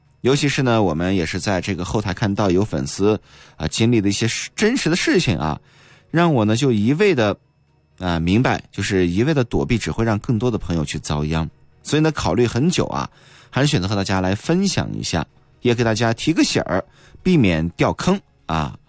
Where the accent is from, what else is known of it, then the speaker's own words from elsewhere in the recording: China; 刻在我们中国人骨子里的那个情谊